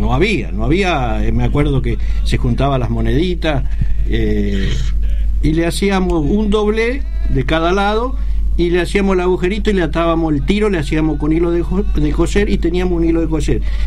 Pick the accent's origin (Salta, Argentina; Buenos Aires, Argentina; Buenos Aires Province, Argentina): Salta, Argentina; moved away; allá en Salta le llamábamos bolilla, no bolita como ahora.